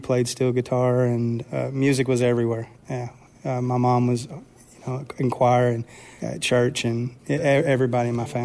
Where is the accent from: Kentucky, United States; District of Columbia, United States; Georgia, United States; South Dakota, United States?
Kentucky, United States; Hardin; I grew up in West Kentucky in Hardin, a little old town in West Kentucky, far West Kentucky.